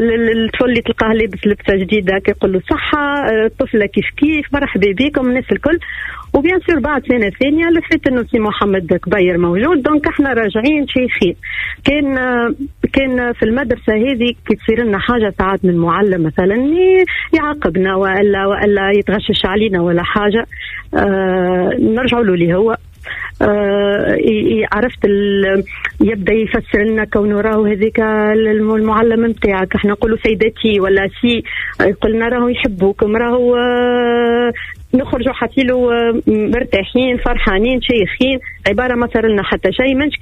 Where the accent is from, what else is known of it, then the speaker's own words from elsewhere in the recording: Bizerte, Bizerte Governorate, Tunisia; moved away as an adult; now in Sfax, Tunisia; دونك قريت في بنزرت الباركور متاعي الكل تقريبا من الروضة حتى للفاكولتي، من بعد مشيت لصفاقس.